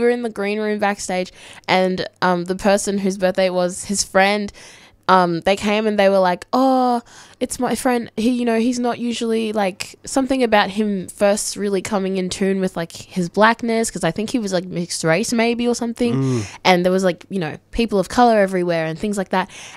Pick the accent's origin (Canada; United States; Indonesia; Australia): Australia; Shepparton, Victoria; moved away as an adult; also born or lived in Malawi; now in Melbourne, Australia; full-blooded. My mum and dad are both from the Mushi tribe. But, yeah, I pretty much had been in Shepparton, like, my whole life since I was a baby.